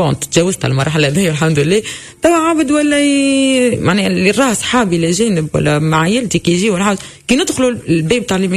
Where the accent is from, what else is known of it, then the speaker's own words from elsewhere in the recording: Tunisia; moved away as an adult; now in South Korea; انت منين انا نقول له تونس